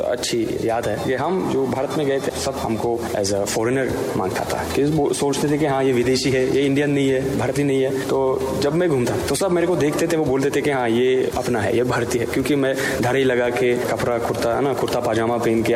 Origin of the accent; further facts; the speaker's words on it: Tajikistan; Hindi is a second language; जैसे कि आप देख रहे हैं कि मैं जब वहाँ गया था तो लोग मुझे नहीं समझे कि मैं ताजिकिस्तान से हूँ, वो बोले थे कि हाँ मैं एक भारतीय हूँ, एक उनके भाई हूँ।